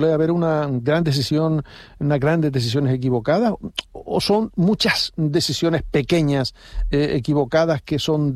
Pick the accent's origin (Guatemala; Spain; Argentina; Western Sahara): Spain; o no somos conscientes los españoles